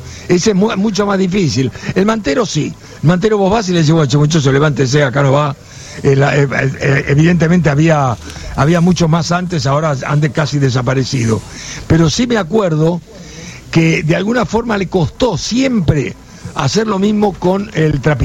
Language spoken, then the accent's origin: Spanish; San Telmo, Buenos Aires, Argentina; born there; Te voy a ser honesto, yo soy muy antiguo, y además nací en San Telmo. Mira. Nací en una casona vieja de San Telmo, así que todo conozco por ahí.